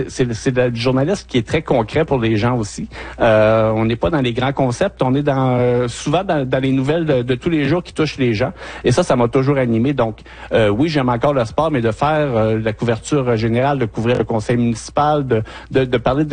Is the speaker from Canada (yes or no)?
yes; Chicoutimi, Quebec, Canada; moved away as an adult; now in Val-d'Or, Canada; Donc moi, je suis originaire de Chicoutimi, du Saguenay-Lac-Saint-Jean. J'ai étudié là-bas